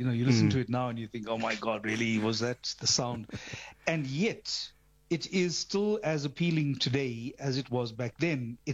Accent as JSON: {"language": "English", "town": "Tongaat", "region": "KwaZulu-Natal", "country": "South Africa", "tie": "born or raised there"}